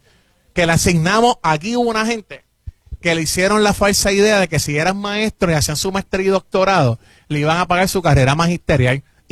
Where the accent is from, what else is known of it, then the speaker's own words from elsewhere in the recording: Puerto Rico; Puerto Rico y nadie le cuestiona su puertorriqueñidad. Yo que soy nacido y criado aquí, solo porque soy hijo dominicano